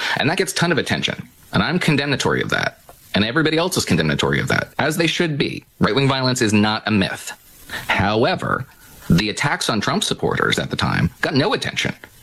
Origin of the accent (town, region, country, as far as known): New Jersey, United States; born or raised there